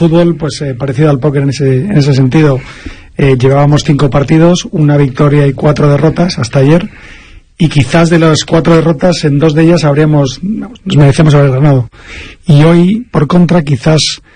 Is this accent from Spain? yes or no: yes; Madrid, Community of Madrid, Spain; Yo soy de Madrid, pero mi padre era de Badajoz.